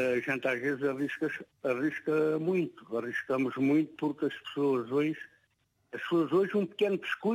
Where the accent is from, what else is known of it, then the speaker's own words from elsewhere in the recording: Faro, Algarve, Portugal; born there; also born or lived in Saboia, Alentejo; now in Loulé, Portugal; Mas vim muito novo para aqui. Eu vim morar para Faro e fiz a minha escola quase toda em Faro.